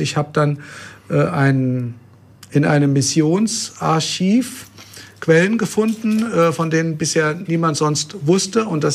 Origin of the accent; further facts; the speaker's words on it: Bad Homburg, Hesse, Germany; moved away as an adult; also born or lived in Rhineland-Palatinate / Heidelberg / Göttingen / Mainz; now in Raunheim, Germany; Ich komme aus Rheinland-Pfalz. Nein, ich bin in Rheinland-Pfalz geboren und bin aber aufgewachsen in Bad Homburg. Bin als kleines Kind dahin gekommen. Fühle mich auch als Bad Homburger, so von meiner Heimat her. Und habe studiert in Heidelberg und in Göttingen.